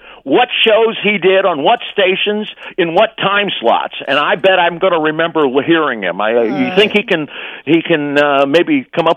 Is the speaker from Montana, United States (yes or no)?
no; St. Louis, Missouri, United States; Growing up in St. Louis, I never got to hear his show, and I bet a lot of WGN listeners have never heard him.